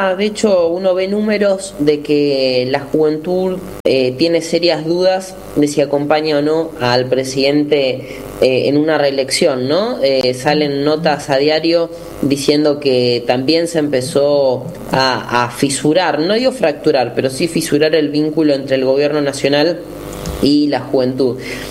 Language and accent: Spanish; Buenos Aires, Argentina; quienes somos porteños y del área metropolitana de Buenos Aires